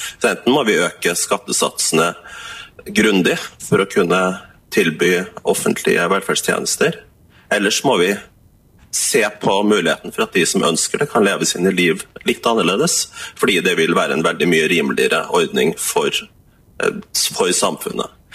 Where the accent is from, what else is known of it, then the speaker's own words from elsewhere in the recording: Trøndelag, Norway; now in Finnmark, Norway; Jeg vokste opp i Trøndelag